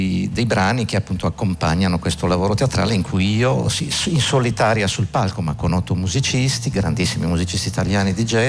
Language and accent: Italian; Berchidda, Sardinia, Italy; sul palco di Berchida, nel mio paese